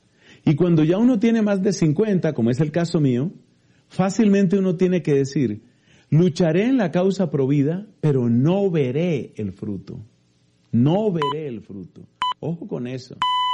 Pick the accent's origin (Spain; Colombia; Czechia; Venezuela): Colombia; en mi país, en Colombia